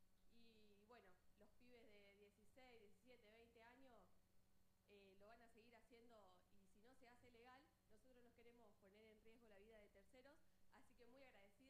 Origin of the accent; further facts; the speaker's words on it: Venado Tuerto, Santa Fe, Argentina; nosotros venimos desde Venado Tuerto, Santa Fe, 16 horas de viaje